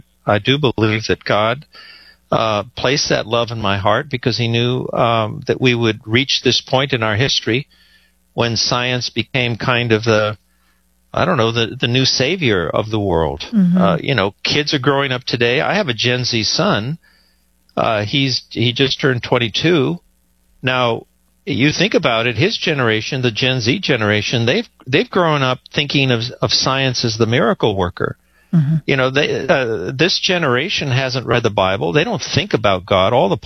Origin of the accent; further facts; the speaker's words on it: Los Angeles, California, United States; when I was this, you know, 7-year-old kid growing up in East